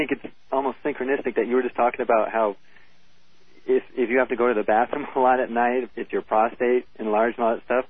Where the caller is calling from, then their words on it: California, United States; I'm from Southern California. Right now I'm in Santa Monica.